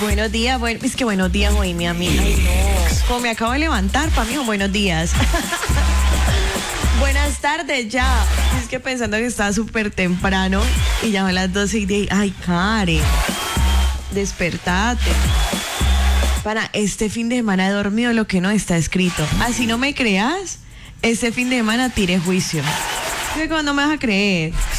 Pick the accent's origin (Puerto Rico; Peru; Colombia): Colombia